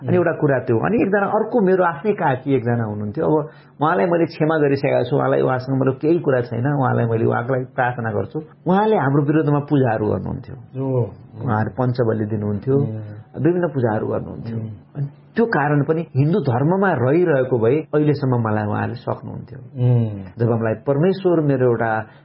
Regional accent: Surkhet, Karnali Province, Nepal; म सुर्खेतको देखेँ जुन घरमा म जन्मेको हुर्केको ठाउँ थियो

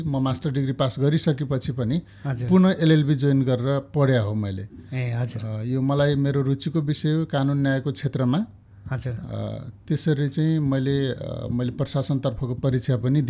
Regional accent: Jajarkot, Karnali Province, Nepal; born there; म खास गरी जाजरकोट मेरो जन्मस्थान हो।

